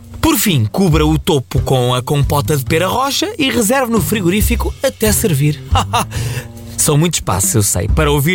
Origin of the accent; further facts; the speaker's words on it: Oeste, Portugal; Pois é, eu até sou do Oeste, a terra da pera roxa.